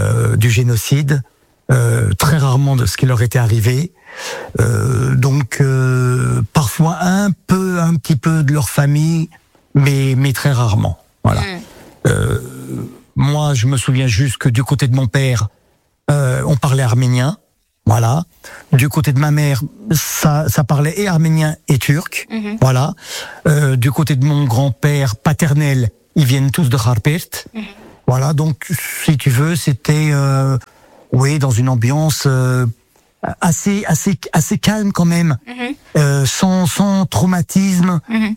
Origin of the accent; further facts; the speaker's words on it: Alfortville, Île-de-France, France; moi, j'ai vécu qu'à Alfortville, hein, j'ai grandi à Alfortville.